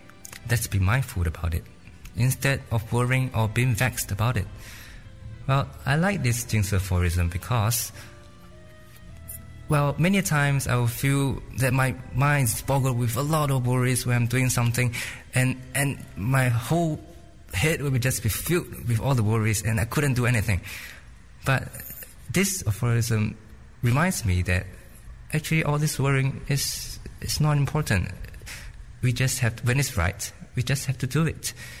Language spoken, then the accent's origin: English; Singapore; I'm from Singapore.